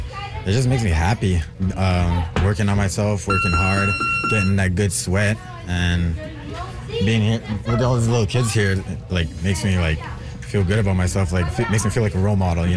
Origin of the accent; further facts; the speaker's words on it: Pic Mobert First Nation, Ontario, Canada; now in Thunder Bay, Canada; I'm 19 from Pikmilbert First Nation, but I live in Thunder Bay now.